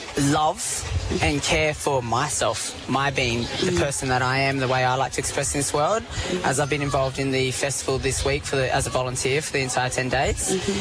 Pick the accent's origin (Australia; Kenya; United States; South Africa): Australia; Albany, Western Australia; born or raised there